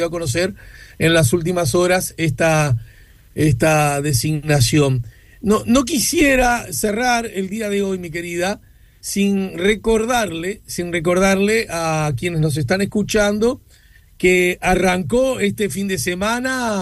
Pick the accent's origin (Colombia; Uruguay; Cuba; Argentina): Uruguay; Tacuarembó; soy de Tacuarembó y mucho orgullo por ello, gracias.